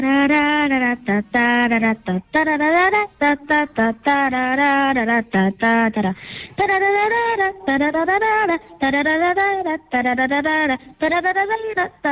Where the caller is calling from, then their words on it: Bilbao, Basque Country, Spain; de Bilbao